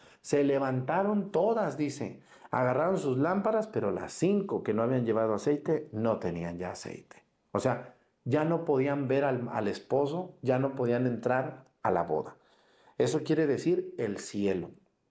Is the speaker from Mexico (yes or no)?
yes; Mexticacán, Jalisco, Mexico; Había ahí en mi pueblo en Mestecacán